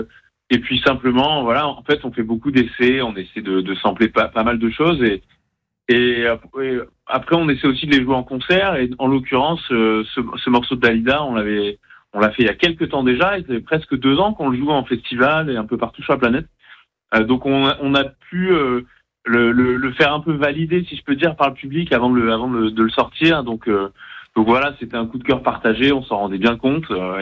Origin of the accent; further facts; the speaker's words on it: Aix-en-Provence, Provence-Alpes-Côte d'Azur, France; nous on vient d'Aix-en-Provence, donc c'est pas très loin et en même temps c'est assez différent.